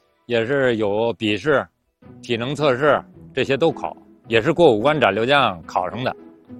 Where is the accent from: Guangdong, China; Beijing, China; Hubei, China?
Beijing, China; 因为我们都是土生土长的，就是长城根上长大的